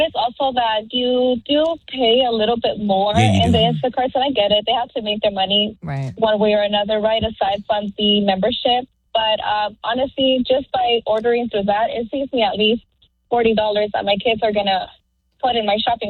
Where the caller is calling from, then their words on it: North Hollywood, California, United States; I'm calling from North Hollywood.